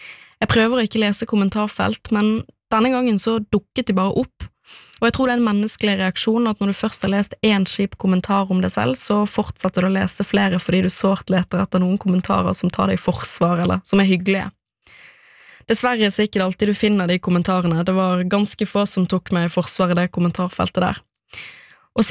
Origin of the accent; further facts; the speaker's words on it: Bergen, Vestland, Norway; Men jeg føler meg stort sett som en hvilken som helst annen ungdom, spesielt når jeg hjemme i Bergen sammen med familien eller med vennegjengen.